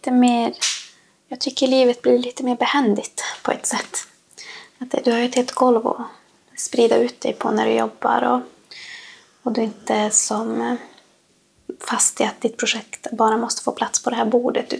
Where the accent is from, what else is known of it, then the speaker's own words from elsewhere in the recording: Lannavaara, Norrbotten County, Sweden; now in Vittangi, Sweden; Jag bor i Vittangi. Men jag kommer ju från Lannavara. Uppväxt i Sarigoma sameby.